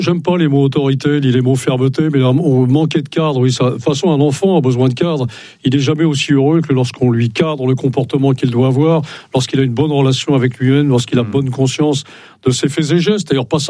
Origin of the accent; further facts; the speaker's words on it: Brittany, France; c'est pas parce que je suis breton que je ne fais pas partie.